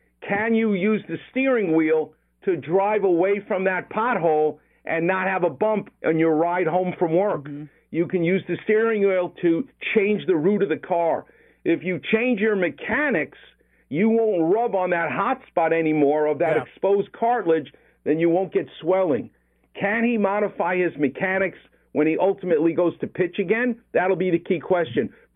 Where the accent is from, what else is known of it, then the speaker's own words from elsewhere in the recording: New York City, New York, United States; now in Los Angeles, United States; I'm from Far Rockaway.